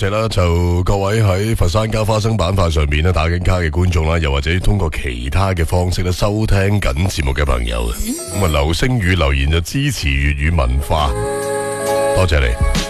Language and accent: Cantonese; Guangdong, China; 我哋广府人